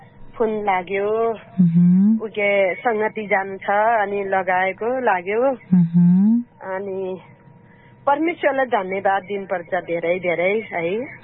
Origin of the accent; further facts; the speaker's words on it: Gandaki Province, Nepal; पोखरा, लमजुङ, गोर्खा, तनहुँ, हामी उतैका हौँ, मलाई सरै भन्न आउँछ, भन्न मन लाग्छ।